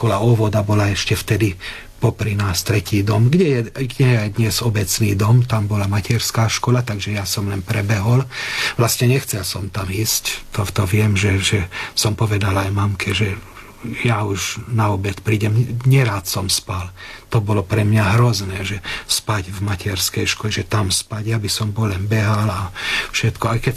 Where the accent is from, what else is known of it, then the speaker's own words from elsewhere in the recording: Kesztölc, Komárom-Esztergom, Hungary; ako aj u nás v Kestúci, však Pilíž je katolícky.